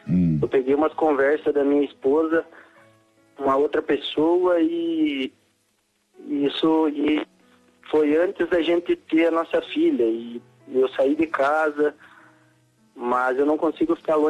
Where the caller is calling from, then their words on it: Paraná, Brazil; Eu falo do estado do Paraná.